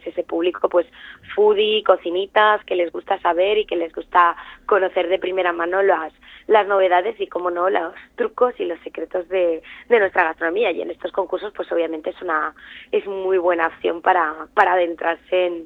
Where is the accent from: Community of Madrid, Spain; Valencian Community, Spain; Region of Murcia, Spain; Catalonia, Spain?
Valencian Community, Spain; Alicante